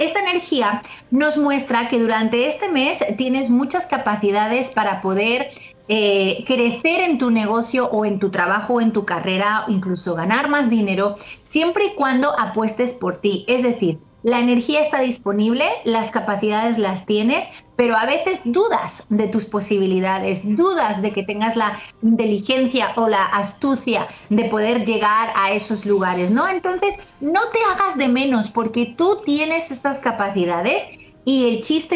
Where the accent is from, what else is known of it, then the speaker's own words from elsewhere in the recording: Spain; en España decimos el que mucho abarca, poco aprieta